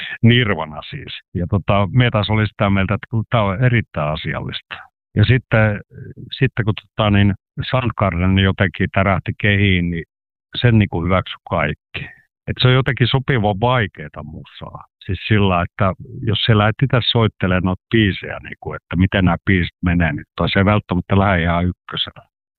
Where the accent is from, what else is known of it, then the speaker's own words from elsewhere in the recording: South Karelia, Finland; siinä vaiheessa meillekin, kun olisi tuolla Lappeenrannan päässä. Me ollaan karjalaiset vähän hitaita asioiden omaksumisessa